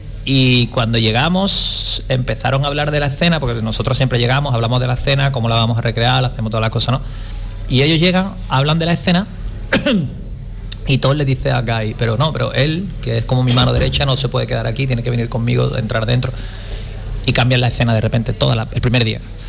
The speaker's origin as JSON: {"language": "Spanish", "town": "Cádiz", "region": "Andalusia", "country": "Spain", "said": "y le dije que soy de Cádiz."}